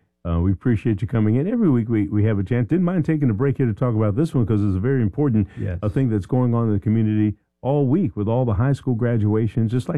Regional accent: Philadelphia, Pennsylvania, United States; And I'm from Philly. We never have any trouble up in Philly.

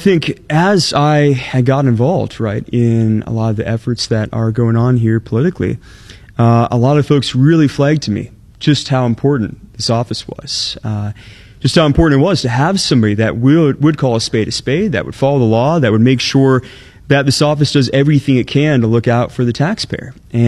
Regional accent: Muscatine, Iowa, United States; I am a seventh-generation Iowan. I'm from Muscatine, and I grew up in a community that was really focused on looking after each other.

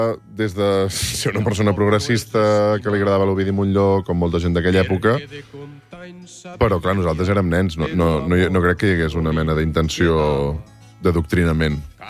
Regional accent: Salt, Catalonia, Spain; Jo soc, a més de Salt, que és un lloc una mica especial, perquè nosaltres vam conviure amb diferents cultures des de molt petits.

